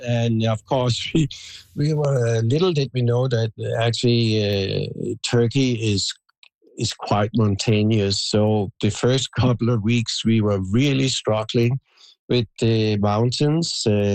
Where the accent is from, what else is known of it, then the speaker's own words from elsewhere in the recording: Denmark; also born or lived in Halifax, Canada; now in Blandford, Canada; I grew up in Denmark.